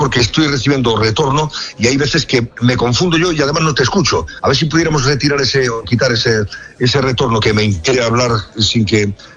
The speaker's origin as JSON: {"language": "Spanish", "region": "Andalusia", "country": "Spain", "said": "Yo soy de la Sierra de Segura, Cazorla de las Villas, del Parque Natural, y te verá que todos los incendios los vivimos como si fueran nuestros."}